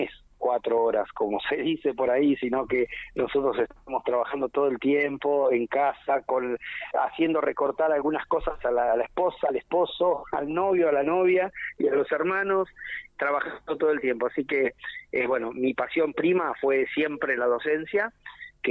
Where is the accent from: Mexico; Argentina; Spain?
Argentina; Puerto Deseado, Santa Cruz; que pinta un poco la Patagonia, la soledad, el viento, la costa, los acantilados, muy similares a mi pueblo, Puerto Deseado.